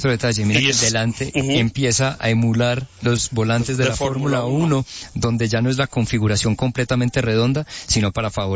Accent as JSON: {"language": "Spanish", "country": "Colombia", "said": "¿Será que fue en Colombia, en mi país?"}